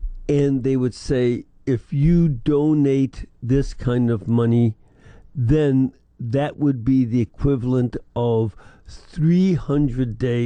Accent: Chicago, Illinois, United States; I'm from Chicago originally. I am not shocked. It's what I've come to expect.

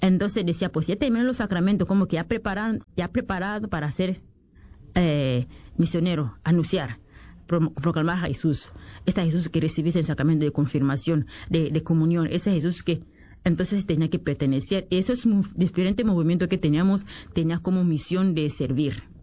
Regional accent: DR Congo; moved away; yo vengo de un pueblo así pequeñito y había mucha necesidad de seguir como atendiendo a las personas. Y en mi país, que es la República Democrática del Congo

